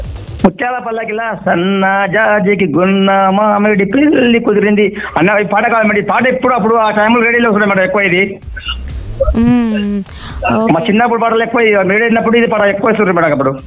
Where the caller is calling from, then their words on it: Satapur, Nagarkurnool district, Telangana, India; మాది నాగర్ కర్నూలు జిల్లా పెద్దకొత్తపల్లి మండలం సాతాపూర్ నుంచి మాట్లాడుతున్నాను